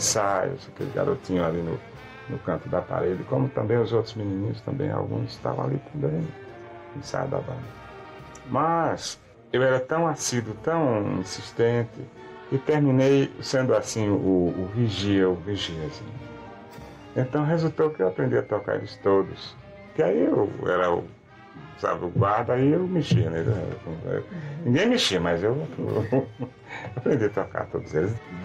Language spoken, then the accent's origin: Portuguese; Flores, Pernambuco, Brazil; Flores, Sertão, perto de Sertalhada, onde eu nasci. A cidade onde eu cresci, quando eu estudei, foi de onde saí, fugi de tudo.